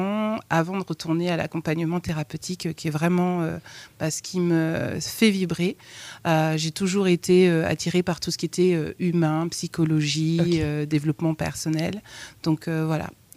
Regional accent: Tours, Centre-Val de Loire, France; French is a second language; also born or lived in Kinshasa, Congo / Bourges; Et donc, je suis née à Kinshasa, au Congo. Je suis arrivée en France dans ma 4e année, après avoir rejoint mes parents qui sont des réfugiés politiques. Et j'ai grandi à Tours. J'ai fait toute ma scolarité à Bourges, dans le Cher.

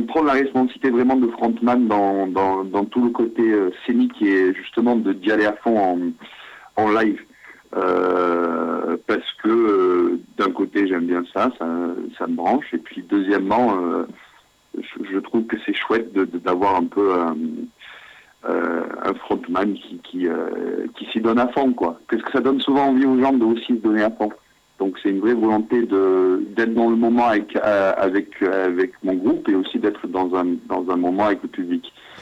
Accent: Glasgow, Scotland, United Kingdom; On a un point commun parce que je suis de Glasgow et je suis supporter de Glasgow Celtic.

